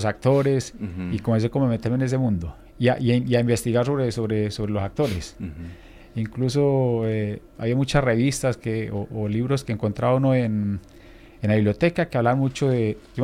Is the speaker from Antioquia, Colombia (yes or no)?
no; Albán, Valle del Cauca, Colombia; born there; moved away; also born or lived in La Victoria, Valle del Cauca; Yo nací ahí y después de ahí nosotros nos movimos para Albán Valle. Uh-huh. Y allá fue donde se desarrolló toda mi infancia.